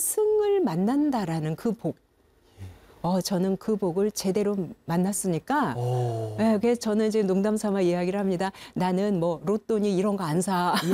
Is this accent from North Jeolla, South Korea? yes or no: no; Gangwon, South Korea; 그 당시에 종교는 제가 강원도, 고향이 강원도인데